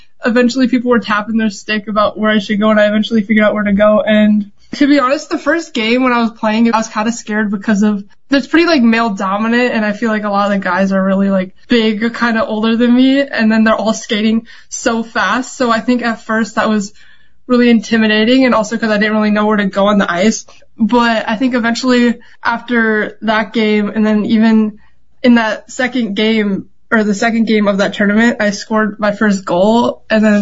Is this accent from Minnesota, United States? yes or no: yes; Minnesota, United States; born or raised there